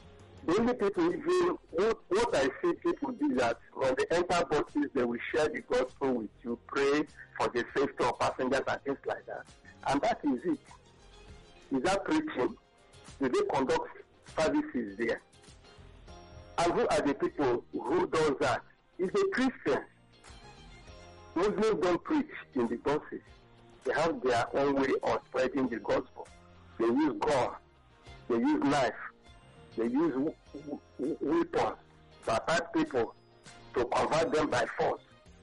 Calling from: Ada, Nigeria; I'm calling from Ada.

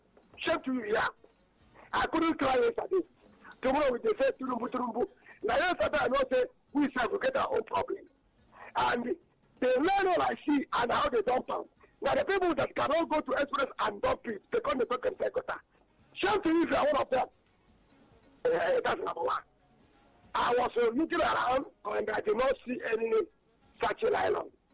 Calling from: Ota, Ogun, Nigeria; I'm calling from Orota.

